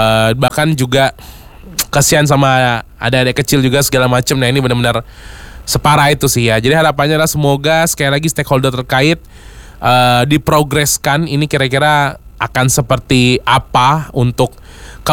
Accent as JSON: {"language": "Indonesian", "town": "Palembang", "region": "South Sumatra", "country": "Indonesia", "said": "kita sebagai warga Palembang ya"}